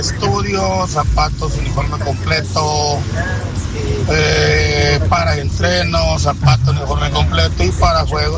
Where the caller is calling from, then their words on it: El Salvador; Yo soy salvadoreño